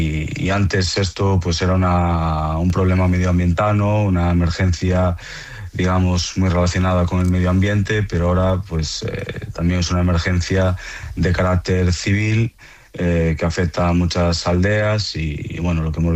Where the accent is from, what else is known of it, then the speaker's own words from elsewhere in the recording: Galicia, Spain; Es un tema estructural en mi tierra, en Galicia, muy relacionado con la despoblación